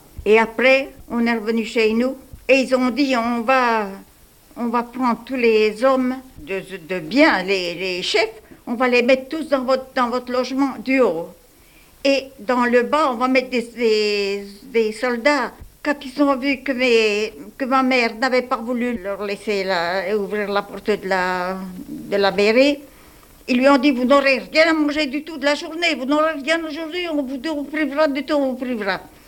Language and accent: French; Bourgogne-Franche-Comté, France; born there; now in Nancy, France; Je suis née en 1861, en Haute-Saône, à Dampierre-sur-les-Notes.